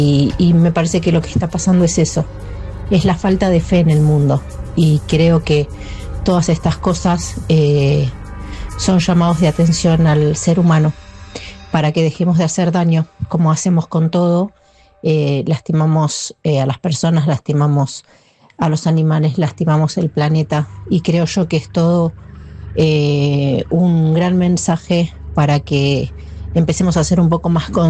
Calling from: Berazategui, Buenos Aires Province, Argentina; de Berazategui.

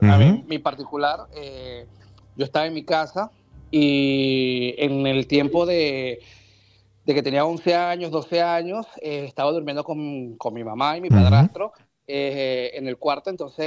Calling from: Venezuela; soy de Venezuela

